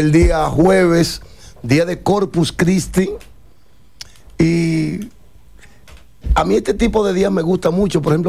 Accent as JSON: {"language": "Spanish", "country": "Dominican Republic"}